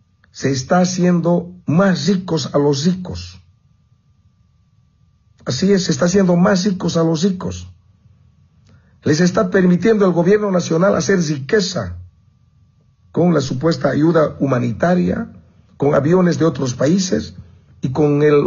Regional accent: Bolivia; Son preguntas que nos hacemos los bolivianos

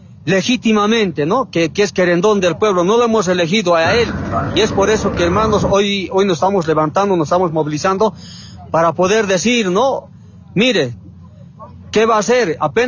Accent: Bolivia; nosotros como bolivianos.

